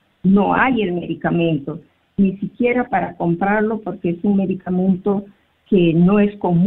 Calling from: Rodríguez de Mendoza, Amazonas, Peru; Estoy llamando Rodríguez de Mendoza de Amazonas.

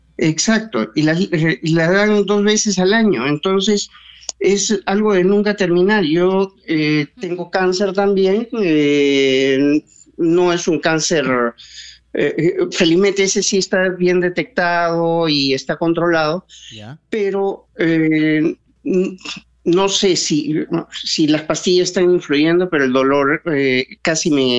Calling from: Lima, Peru; Bueno, desde Surquillo.

